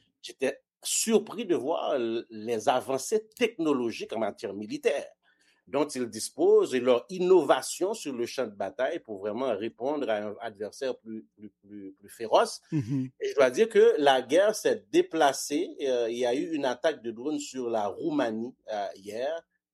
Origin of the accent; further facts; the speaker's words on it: Haiti; ça a commencé en Haïti. Je suis haïtien, pour ceux qui s'en doutaient.